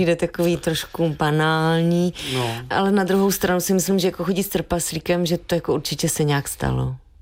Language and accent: Czech; Vsetín, Zlín Region, Czechia; Vyrůstali jsme na Vsetíně. U nás se říká na Vsetíně.